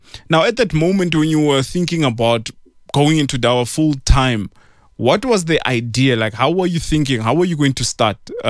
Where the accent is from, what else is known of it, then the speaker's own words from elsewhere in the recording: Pretoria, Gauteng, South Africa; the Ettridgeville area, which is my hometown